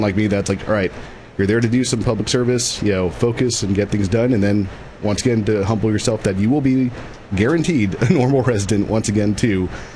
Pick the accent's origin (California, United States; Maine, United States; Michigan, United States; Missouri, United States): California, United States; Grover Beach; I'm born and raised in Grover Beach. And as far as anyone knows, I was the first one who was born and raised.